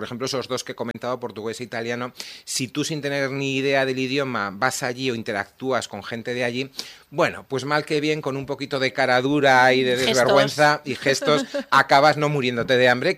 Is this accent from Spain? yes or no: yes; Spain; la gente tan maja que somos los españoles